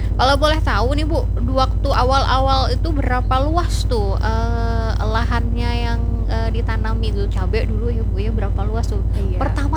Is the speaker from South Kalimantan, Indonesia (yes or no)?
yes; South Kalimantan, Indonesia; ajar kita orang Banjar kalau tuntung habis payu ludes, alhamdulillah